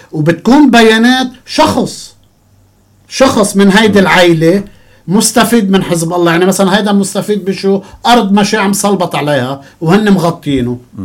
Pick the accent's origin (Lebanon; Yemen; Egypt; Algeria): Lebanon; Beirut, Beirut Governorate; moved away; لأني أنا خلقت وربيت ببيروت ومعظم وقتي كان خارج لبنان.